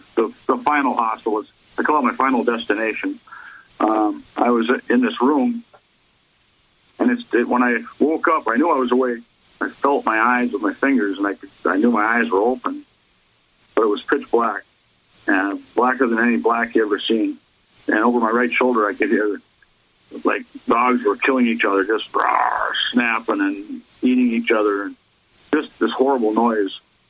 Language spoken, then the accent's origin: English; Wisconsin, United States; I'm from Wisconsin.